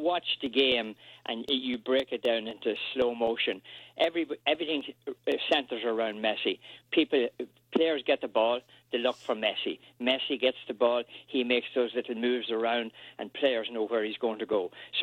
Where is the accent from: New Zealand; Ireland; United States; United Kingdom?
Ireland; Yeah, I'm Irish. I don't understand that.